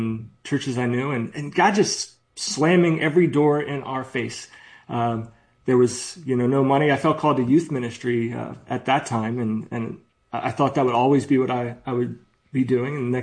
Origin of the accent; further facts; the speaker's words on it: Maryland, United States; now in California, United States; growing up in the Baltimore, Washington metropolitan area, that's, you know, it's very similar.